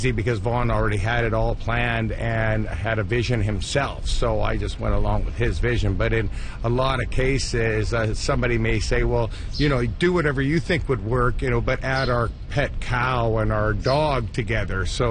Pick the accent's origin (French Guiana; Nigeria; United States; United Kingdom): United Kingdom; England; born there; moved away; I was born in England on Christmas Day.